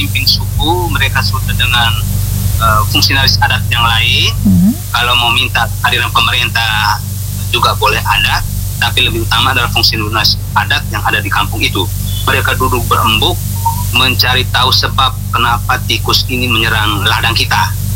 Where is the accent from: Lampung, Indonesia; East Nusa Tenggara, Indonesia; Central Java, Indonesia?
East Nusa Tenggara, Indonesia; kami orang Lamaholot khususnya Witiam Adonara